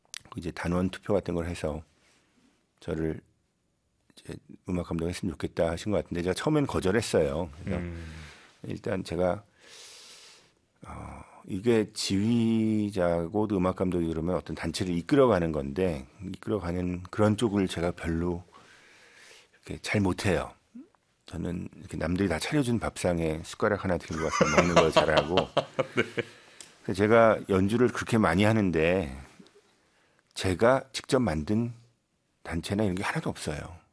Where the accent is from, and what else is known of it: South Korea